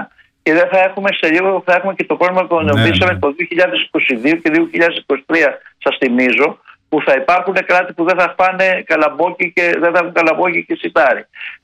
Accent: Greece; επειδή εμείς είμαστε σαν Έλληνες έμποροι

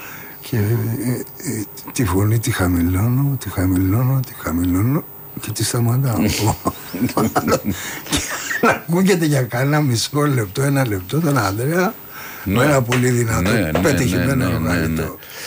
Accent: Lidoriki, Central Greece, Greece; Εγώ δεν είμαι Αρκάς, είμαι από το Λιδωρίκι, άλλο πάλι περιοχή.

